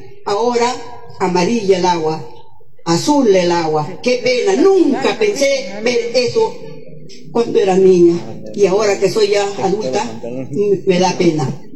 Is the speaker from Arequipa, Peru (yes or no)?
yes; El Arenal, Arequipa, Peru; en mi pueblo del Arenal